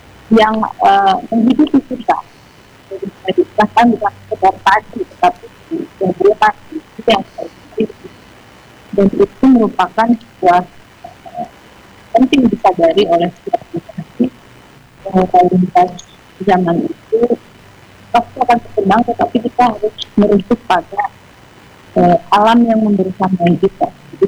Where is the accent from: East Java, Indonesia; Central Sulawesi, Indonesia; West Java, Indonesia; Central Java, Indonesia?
West Java, Indonesia; terkhusus kita sebagai Sunda. Kita sudah kehilangan akal kita sebagai Sunda sendiri.